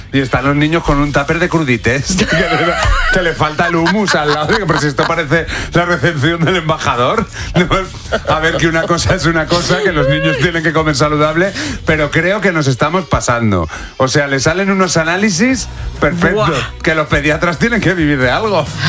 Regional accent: Salamanca, Castile and León, Spain; yo soy de Salamanca. Tenemos un respeto al embutido.

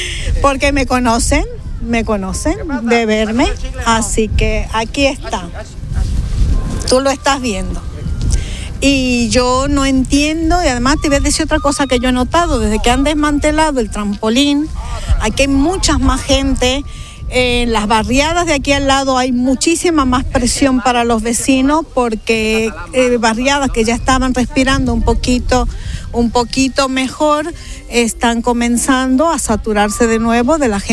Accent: Argentina; now in Ceuta, Spain; Mira, yo soy argentina y yo he notado en la gente en Ceuta el sentimiento que teníamos los argentinos cuando hemos vivido el corralito.

